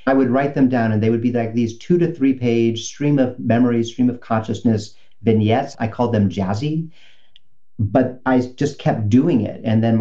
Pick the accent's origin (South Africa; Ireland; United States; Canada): United States; St. Louis, Missouri; born there; I was born in St. Louis, Missouri in 1965.